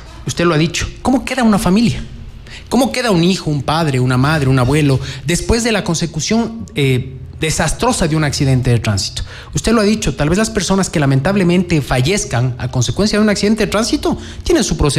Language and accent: Spanish; Ecuador; Nosotros como ciudadanos ecuatorianos